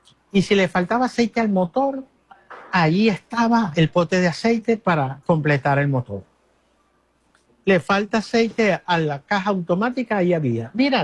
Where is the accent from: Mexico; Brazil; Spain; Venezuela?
Venezuela; como periodista y como venezolano